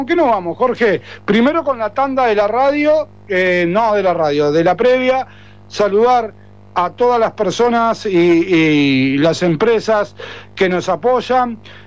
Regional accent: Uruguay

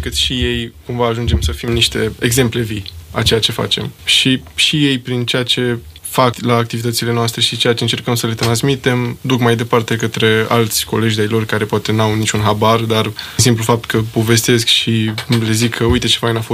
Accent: Bucharest, Romania; eu sunt din București

